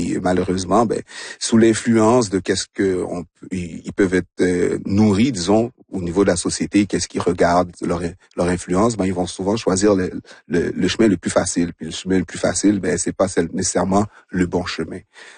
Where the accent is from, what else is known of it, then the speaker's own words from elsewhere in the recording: Montreal, Quebec, Canada; Moi, j'ai grandi à Rivière-des-Prairies et Montréal-Nord.